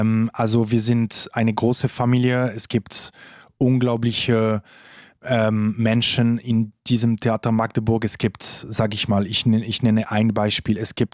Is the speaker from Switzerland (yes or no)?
yes; Romandy, Switzerland; now in Saxony-Anhalt, Germany; als Schweizer und vielleicht noch sogar als Westschweizer, also französischsprachige Schweizer